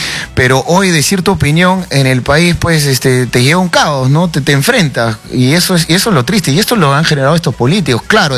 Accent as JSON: {"language": "Spanish", "country": "Peru", "said": "lo que han hecho es dividirnos como peruanos con este cuento derecha-izquierda"}